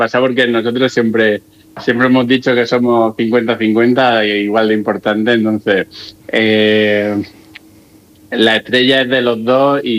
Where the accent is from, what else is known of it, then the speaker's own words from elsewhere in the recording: Region of Murcia, Spain; now in Valencia, Spain; siempre que me viene algún cliente y le digo que soy de Murcia